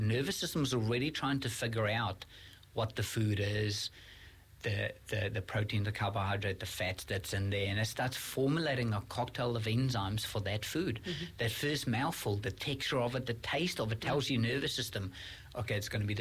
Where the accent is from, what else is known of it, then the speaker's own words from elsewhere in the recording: South Africa; born there; moved away; I was born in South Africa